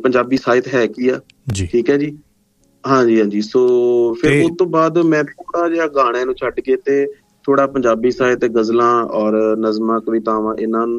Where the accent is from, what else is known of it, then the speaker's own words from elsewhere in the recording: Gujja Veer, Punjab, India; now in Amritsar, India; ਮੈਂ ਭਾਜੀ ਐਕਚੁਅਲੀ ਹੁਣ ਮੈਂ ਇਸ ਟਾਈਮ ਅੰਮ੍ਰਿਤਸਰ ਰਹਿ ਰਿਹਾ, ਲੇਕਿਨ ਬੇਸਿਕਲੀ ਮੇਰਾ ਪਿੰਡ ਜਿਹੜਾ ਵਾ ਉਹ ਅੰਮ੍ਰਿਤਸਰ ਦੇ ਬਿਲਕੁਲ ਕੋਲ ਅਜਨਾਲਾ ਕਸਬਾ ਹੈ, ਉਹਦੇ ਲਾਗੇ ਸਾਡਾ ਪਿੰਡ ਗੁੱਜਾ ਵੀਰ ਆ, ਛੋਟਾ ਜਿਹਾ ਪਿੰਡ ਆ